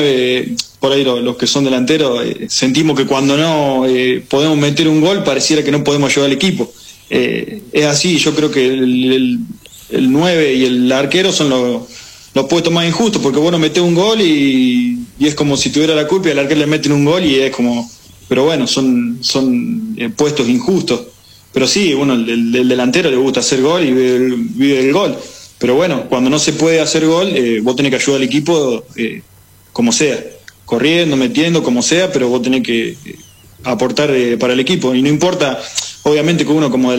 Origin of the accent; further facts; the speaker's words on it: Villa Huidobro, Córdoba, Argentina; yo soy acá de Villa Huidobro, del club donde yo salí, se llama el Fútbol Club Villa Huidobro.